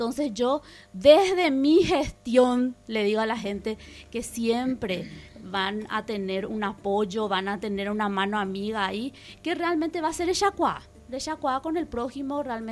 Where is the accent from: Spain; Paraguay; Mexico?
Paraguay; Pedro Juan Caballero, Amambay; born there; yo soy nacida en Pedro Juan Caballero